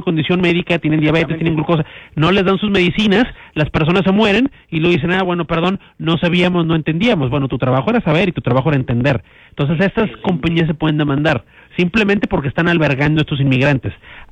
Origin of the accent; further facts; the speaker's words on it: Mexico; now in United States; yo como mexicano, me da gusto que México está haciendo punta de lanza